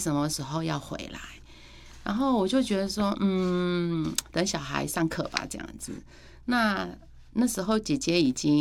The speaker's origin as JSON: {"language": "Chinese", "country": "Myanmar", "moved": "as an adult", "lives_now": "Taiwan", "said": "我一直都是说我是缅甸人。"}